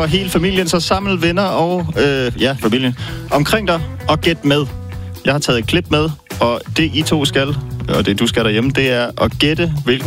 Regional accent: Region of Southern Denmark, Denmark; som også er fra Vejnegnen, faktisk, hvor jeg er fra.

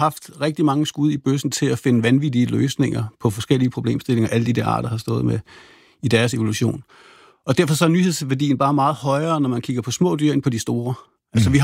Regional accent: Rødvig, Zealand, Denmark; jeg voksede op nede i Rødevig, hvor jeg lå og sejlede rundt i min optimistjolle og på min windsurfer

